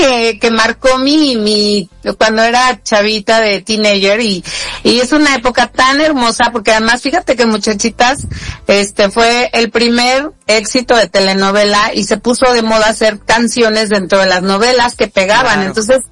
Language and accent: Spanish; Guadalajara, Jalisco, Mexico; aquí andamos en mi tierra natal que me fascina, Guadalajara.